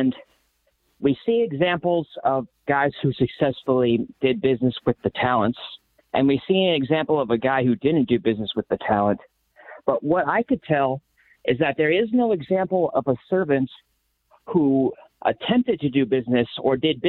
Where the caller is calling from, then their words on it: Las Vegas, Nevada, United States; I'm calling from Sin City, Las Vegas.